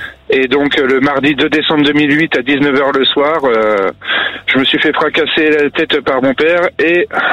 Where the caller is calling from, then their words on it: Poitiers, Nouvelle-Aquitaine, France; je suis sur Poitiers.